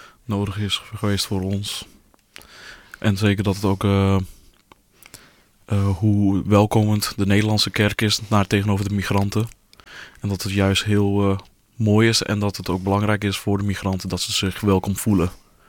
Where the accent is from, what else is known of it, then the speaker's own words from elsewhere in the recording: Amsterdam, North Holland, Netherlands; Ik kom ook uit Zuidoost.